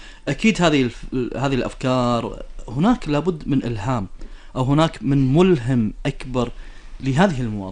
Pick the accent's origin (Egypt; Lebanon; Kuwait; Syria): Kuwait; عندنا بالكويت